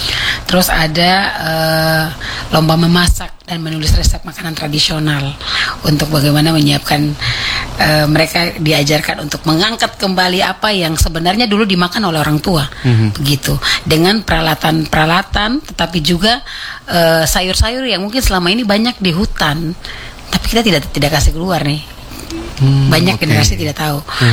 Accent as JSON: {"language": "Indonesian", "region": "Southwest Papua", "country": "Indonesia", "said": "Salah satunya dari kita suku Moi, siapa tahu dari suku lain lagi, suku dari Maibrat, dari Sorong Selatan, dari Nanuatan."}